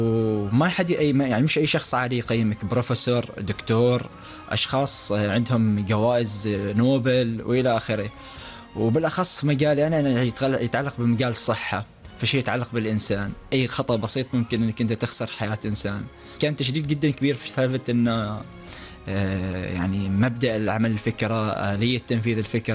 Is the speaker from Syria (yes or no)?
no; Oman; كانت اول مشاركة لنا نحن في ماليزيا وفي الولايات المتحدة كعمانيين موجودين في هذا المعرض